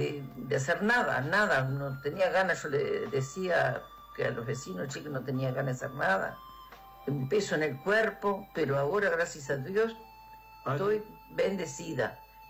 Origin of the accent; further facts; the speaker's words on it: Río Branco, Cerro Largo, Uruguay; Yo soy de acá, de Río Branco, sí.